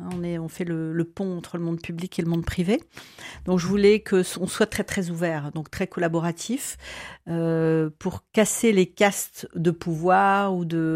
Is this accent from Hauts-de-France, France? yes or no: yes; Lille, Hauts-de-France, France; je suis une pure ch'ti, hein, je suis lilloise depuis X générations.